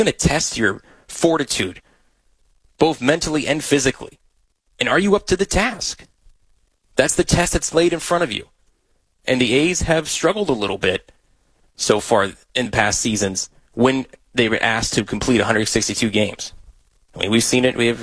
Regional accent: East Coast, United States; even though I grew up on the East Coast, I hate the Yankees.

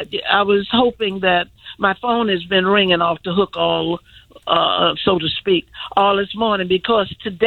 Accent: Yazoo City, Mississippi, United States; born there; now in Chicago, United States; Oh, I was born in a little town called Yazoo City, Mississippi.

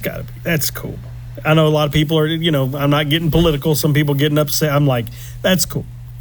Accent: United States; I'm American first and proud of this country.

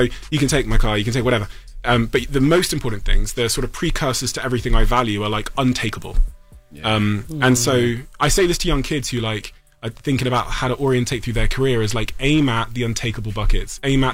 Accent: Plymouth, South West England, United Kingdom; also born or lived in Botswana; I was born in Africa, in Botswana, moved to the UK. I have a Nigerian mother. We were the only black family in the area. There was no, you know, Plymouth in 1994.

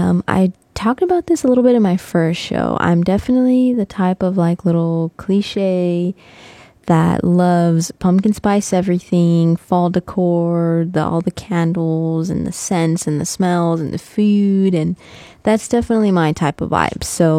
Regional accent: Texas, United States; moved away; I'm from West Texas, so falls are beautiful and summers are summers and winters are not super cold. The harsh cold really doesn't exist where I'm from

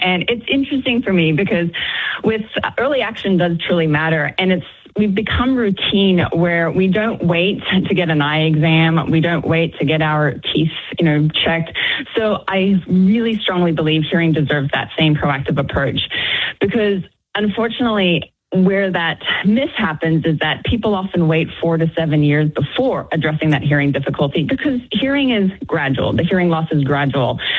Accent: Australia; I'm originally actually from Australia.

